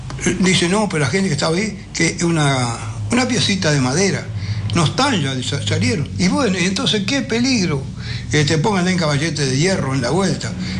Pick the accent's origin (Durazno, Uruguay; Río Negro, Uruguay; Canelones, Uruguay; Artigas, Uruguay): Durazno, Uruguay; Sarandí del Yí; mi pueblo, Sarandí de allí, como dije, lo más grande, lo más hermoso, mi pueblo, mi villa, mi ciudad, Sarandí de allí.